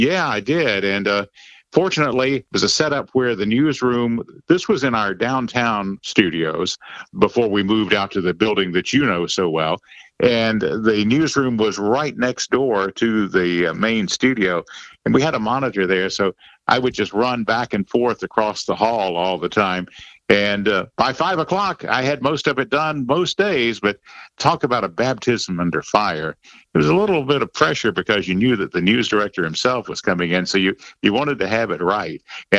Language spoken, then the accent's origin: English; Durham, North Carolina, United States; Yes, I'm originally from Durham. I've never really strayed very far from home, just all in the Triangle, Raleigh-Durham area of North Carolina.